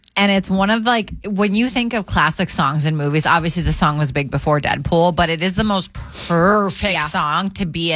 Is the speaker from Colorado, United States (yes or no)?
no; Fond du Lac, Wisconsin, United States; my eighth grade English teacher always called me … And then other people started calling me … because I'm from Fond du Lac.